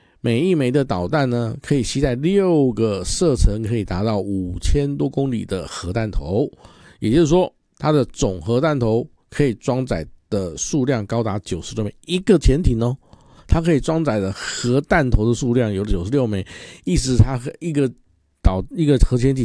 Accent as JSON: {"language": "Chinese", "country": "Taiwan", "said": "但是我们台湾这边的一些名词听起来会比较优美一点"}